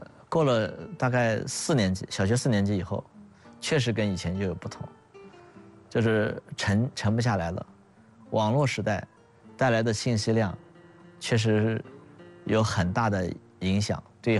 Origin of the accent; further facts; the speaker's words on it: Hefei, Anhui, China; 你看我从小出生在安大的现在的老区，就老的住宅现在已经变成了那个大富红学府了，以前的老房子没有了